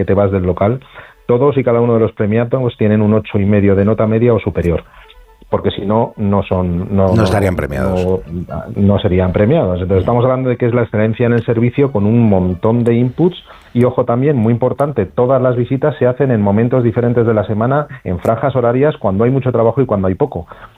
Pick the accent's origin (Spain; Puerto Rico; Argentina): Spain; Madrid, Community of Madrid; yo soy madrileño